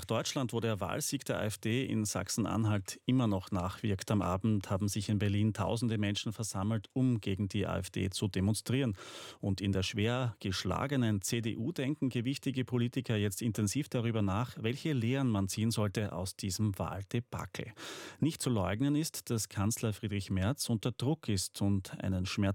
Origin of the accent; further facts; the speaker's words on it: Austria; Da haben bei uns in Österreich wahrscheinlich viele sofort auf den Wahlkalender geschaut, denn auch bei uns ist die FPÖ in den Umfragen mit deutlichem Abstand vorne